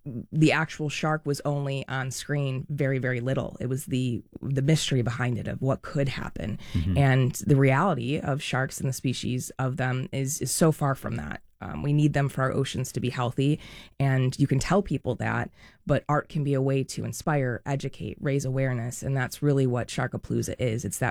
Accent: Cleveland, Ohio, United States; moved away as an adult; now in Tampa, United States; I'm actually originally from Cleveland, Ohio. I moved to Tampa 6.5 years ago

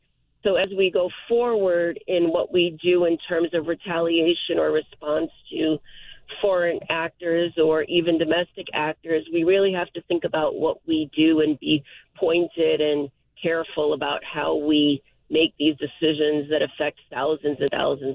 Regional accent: New York, United States; now in Spring Hill, United States; Hi, I'm thinking I grew up in New York. I had my prom at the World Trade Center

